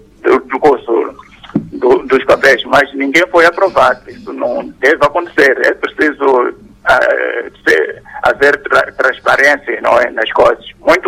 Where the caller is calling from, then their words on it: Mozambique; Aqui falo … falo de Flangulo.